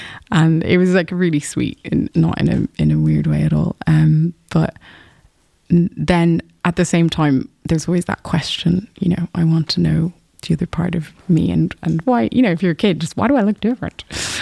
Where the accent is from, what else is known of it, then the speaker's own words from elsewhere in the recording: Leinster, Ireland; My mom is Irish. I'm actually from Kildare, which is a county right beside Dublin, known for racehorses. Kind of suburban place.